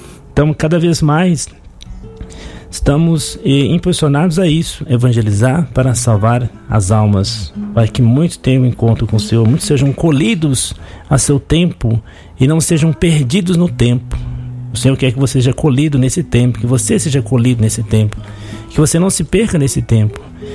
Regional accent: Contagem, Minas Gerais, Brazil; moved away; Eu escutava a Rádio Canção Nova lá na minha terra, Minas Gerais, lá em Contagem, né, já no ano de 92, mais ou menos.

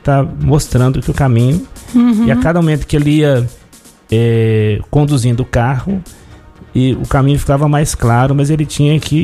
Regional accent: Contagem, Minas Gerais, Brazil; moved away as an adult; also born or lived in Belo Horizonte; now in Cachoeira Paulista, Brazil; Só que eu, muito mineiro, com medo de sair lá da minha região, nunca tinha saído de Minas para São Paulo

